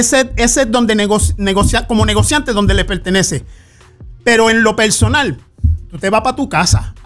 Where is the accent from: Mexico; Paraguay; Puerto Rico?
Puerto Rico; Carolina; also born or lived in Bayamón; Yo soy de Carolina, pero cuando llegué de allá afuera viví los primeros 5 años en Bayamón.